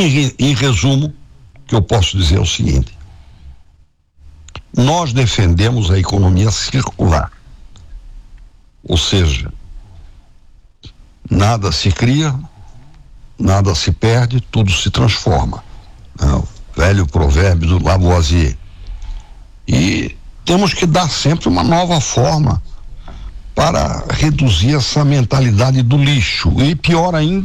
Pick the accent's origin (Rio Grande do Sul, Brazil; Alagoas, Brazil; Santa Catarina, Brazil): Santa Catarina, Brazil; eu pessoalmente, sinceramente, me sentisse orgulhoso como catarinense